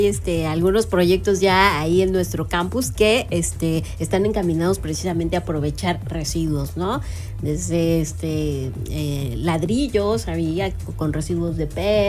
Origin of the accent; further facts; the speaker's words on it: Mexico; como mexicanas y mexicanos